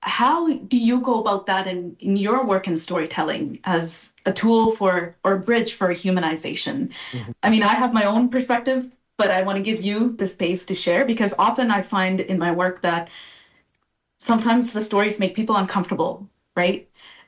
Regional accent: South India, India; born there; I was born in South India.

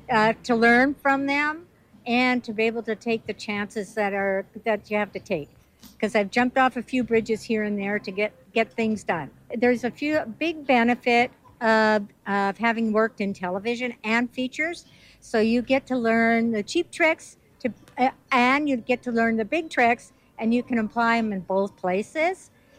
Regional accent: Edmonton, Alberta, Canada; I started my career in Alberta. I'm originally from Edmonton

